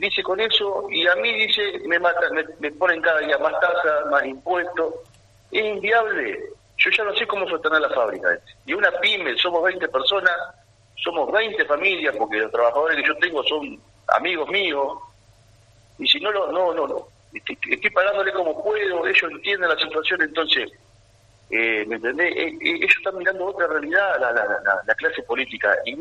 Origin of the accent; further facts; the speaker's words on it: Gualeguaychú, Entre Ríos, Argentina; los 100 trabajadores de Yumbán somos de Gualeguaychú, no somos de Buenos Aires.